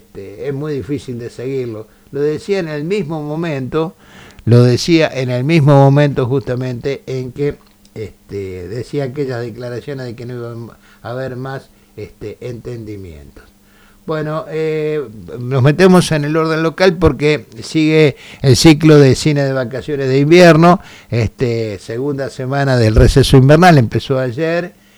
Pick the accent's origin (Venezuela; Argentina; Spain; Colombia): Argentina; nosotros como argentinos